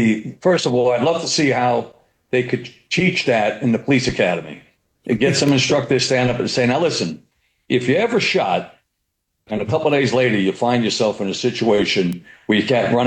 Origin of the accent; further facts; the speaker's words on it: New York City, New York, United States; as a son of the Bronx, I think we picked up a lot of intuitive developmental traits, right?